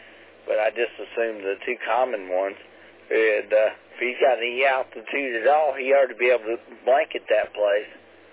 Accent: California, United States; born there; I was born in California.

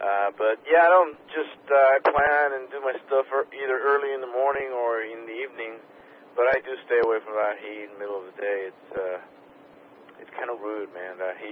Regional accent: Puerto Rico; moved away; I grew up in Puerto Rico, which is, you know, pretty humid.

